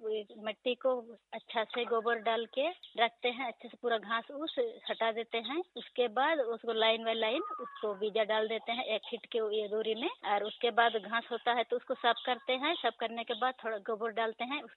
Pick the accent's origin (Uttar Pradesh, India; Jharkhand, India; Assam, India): Jharkhand, India; Biramchandrapur; और मेरा गांव का नाम बिरामचंद्रपुर है, रेकला खरसा जिला।